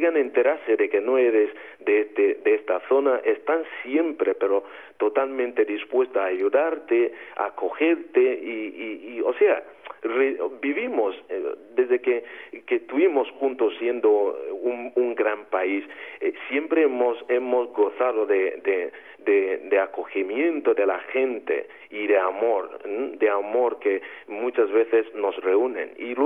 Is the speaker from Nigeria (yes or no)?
yes; Nigeria; first language Igbo; Spanish is a second language; moved away; siendo un nigeriano